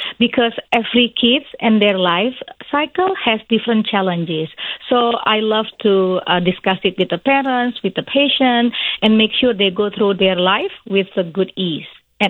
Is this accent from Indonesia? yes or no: yes; Indonesia; now in Appleton, United States; I am originally from Indonesia, but I have been here for a long time. It's just my accent stays